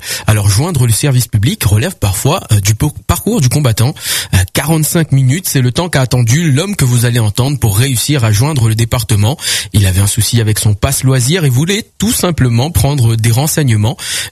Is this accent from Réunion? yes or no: yes; Réunion; chez nous, à La Réunion